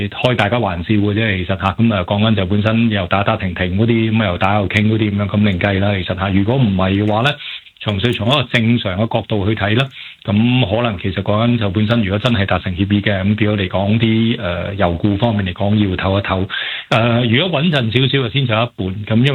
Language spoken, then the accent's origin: Cantonese; Hong Kong; 咁我哋香港人梗系讲翻国泰啦